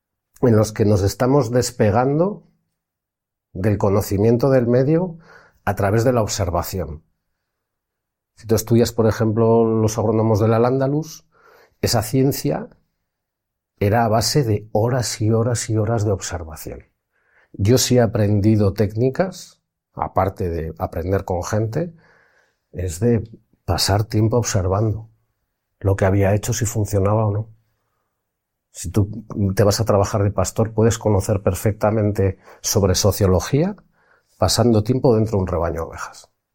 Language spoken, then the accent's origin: Spanish; Basque Country, Spain; Yo que soy de País Vasco